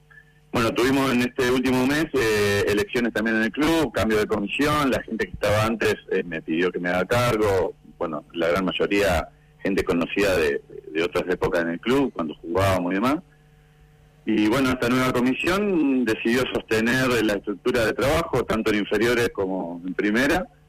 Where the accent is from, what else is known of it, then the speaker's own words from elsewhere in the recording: Comodoro Rivadavia, Chubut, Argentina; born there; also born or lived in Buenos Aires / Córdoba; Yo no soy acá de Comodoro, soy nacido en Buenos Aires, viví unos años en Córdoba y en el año 98 nos radicamos acá con mi familia, mis padres, mis hermanos en ese momento, acá en Comodoro